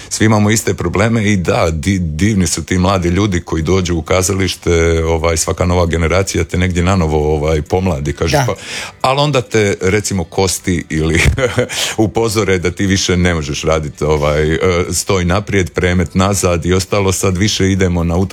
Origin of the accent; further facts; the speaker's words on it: Croatia; ja sam jedini iz Hrvatske